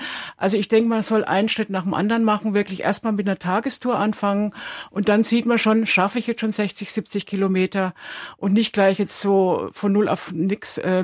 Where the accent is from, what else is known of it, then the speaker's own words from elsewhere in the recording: Würzburg, Bavaria, Germany; now in Munich, Germany; Also ich komme ja selber aus Würzburg.